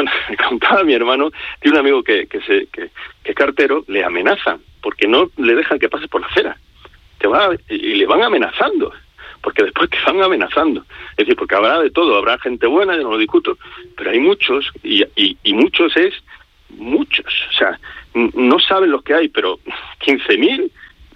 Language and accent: Spanish; Ceuta, Spain; Para una ciudad leal a España, porque es leal, porque allí somos españoles